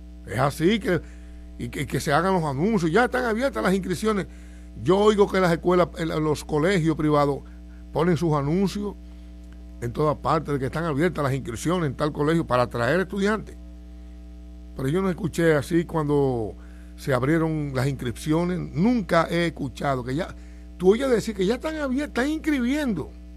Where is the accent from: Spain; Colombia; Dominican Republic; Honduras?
Dominican Republic; para nosotros los dominicanos, para nuestros hijos